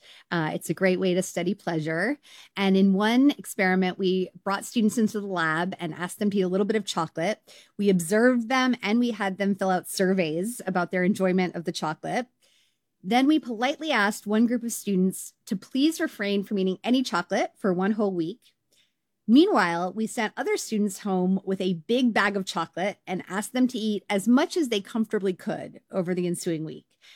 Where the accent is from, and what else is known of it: Canada